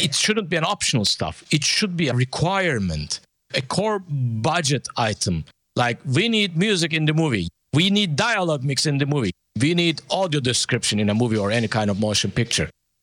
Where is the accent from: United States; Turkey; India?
Turkey; I'm a Turkish kid, born and raised in Turkey